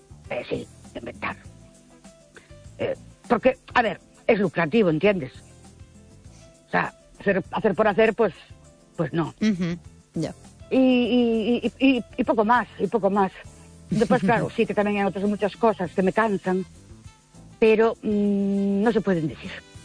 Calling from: Ourense, Galicia, Spain; Buenas noches, soy … de Ourense.

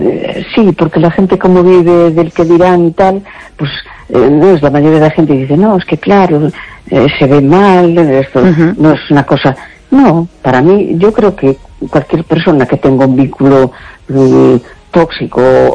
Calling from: A Coruña, Galicia, Spain; de La Coruña.

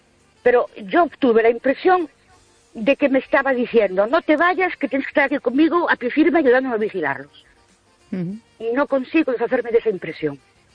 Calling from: Ourense, Galicia, Spain; Buenas noches … de Ourense.

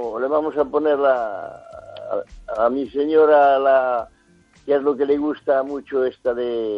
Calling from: Ferrol, Galicia, Spain; Estoy en casa, en Ferrol.

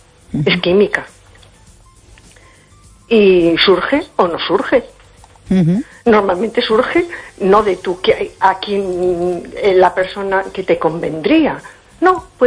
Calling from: A Coruña, Galicia, Spain; Hola, buenas noches … de Coruña.

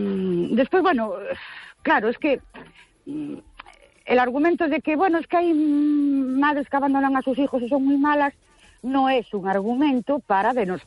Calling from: Ourense, Galicia, Spain; de Ourense.

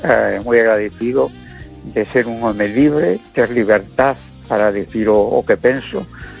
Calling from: A Coruña, Galicia, Spain; de Coruña.

